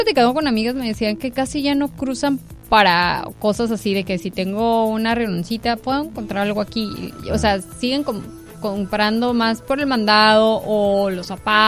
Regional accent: Tijuana, Baja California, Mexico; Pues los que somos de Tijuana y que ya tenemos bastantes añitos, podemos ver esa

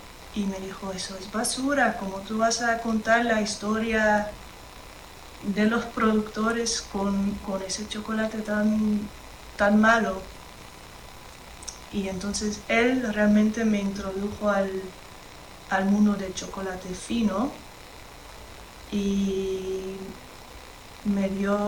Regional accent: Amsterdam, North Holland, Netherlands; now in London, United Kingdom; soy artista plástica, vivo en Londres ahora, pero soy originalmente de Ámsterdam, de Holanda

